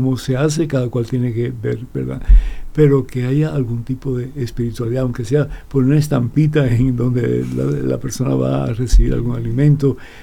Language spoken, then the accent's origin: Spanish; Cuba; moved away; cuando yo llegué de Cuba con mi hermano y después mis padres que llegaron, 5 años más tarde